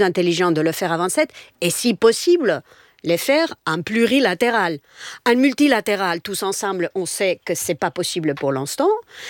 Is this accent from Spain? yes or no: yes; Spain; y inclus ici en France, y inclus chez moi en Espagne.